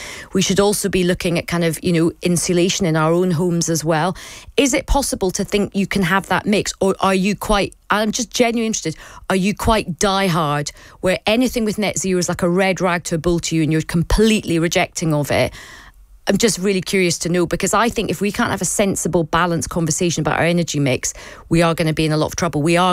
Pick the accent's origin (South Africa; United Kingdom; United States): United Kingdom; Scotland; I'm Scottish. I'm very proud of Aberdeen and the oil and gas jobs there.